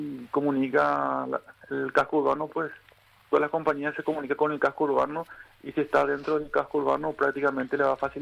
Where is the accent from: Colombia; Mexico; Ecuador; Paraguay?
Paraguay; nosotros como paraguayos, pues nosotros los paraguayos somos los únicos que conservamos prácticamente el idioma